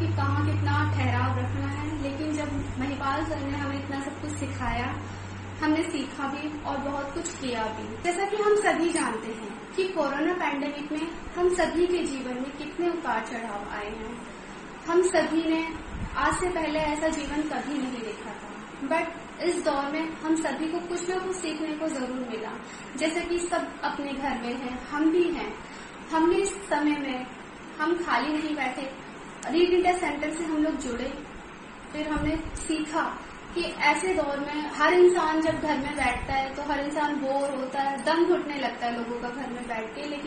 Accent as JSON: {"language": "Hindi", "region": "Delhi", "country": "India", "said": "नमस्कार दोस्तों … और मैं दिल्ली से हूँ।"}